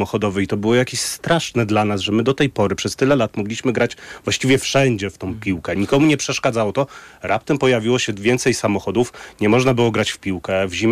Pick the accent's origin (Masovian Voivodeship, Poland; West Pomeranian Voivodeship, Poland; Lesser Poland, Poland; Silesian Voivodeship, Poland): Masovian Voivodeship, Poland; Warsaw; ja jestem z Warszawy, urodzonym warszawiakiem